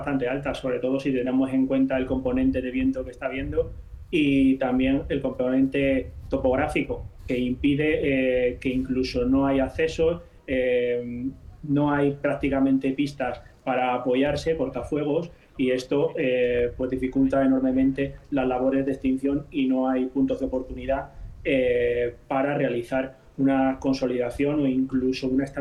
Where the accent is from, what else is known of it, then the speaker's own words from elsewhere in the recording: Ávila, Castile and León, Spain; soy de Ávila.